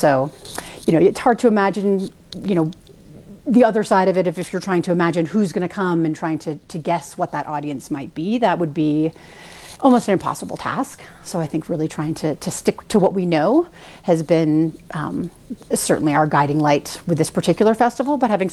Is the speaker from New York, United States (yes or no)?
yes; New York, United States; now in Park City, United States; I'm a transplant from New York. We have people who grew up in Europe, people who are 10th generation Utahn.